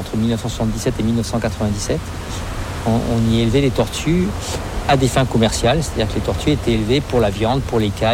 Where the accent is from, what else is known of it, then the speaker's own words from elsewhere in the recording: Madagascar; born there; moved away; also born or lived in Réunion; Moi, je suis né à Madagascar.